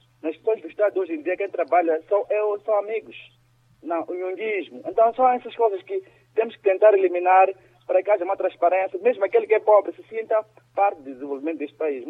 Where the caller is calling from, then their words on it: Mozambique; nós, como moçambicanos